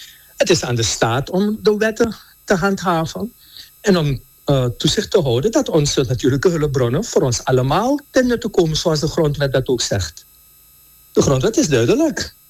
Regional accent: Suriname; Want dat is de overweging die wij moeten maken als Surinamers, toch?

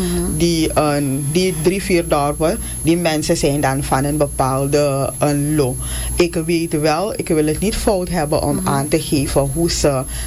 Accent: Paramaribo, Suriname; ik ben bijvoorbeeld geboren in Paramaribo.

